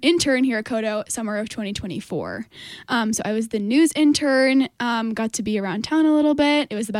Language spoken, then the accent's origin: English; Massachusetts, United States; So I'm from Massachusetts